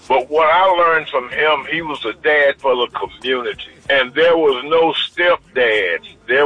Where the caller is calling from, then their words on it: Tampa, Florida, United States; I'm here in Tampa. And I like to say that I'm 73